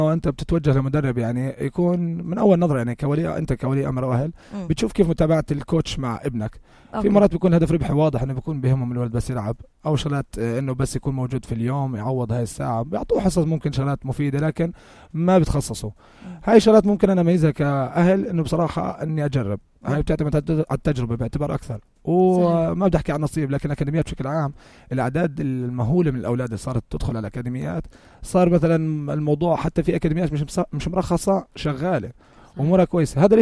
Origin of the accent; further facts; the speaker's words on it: Jordan; احنا كشعب اردني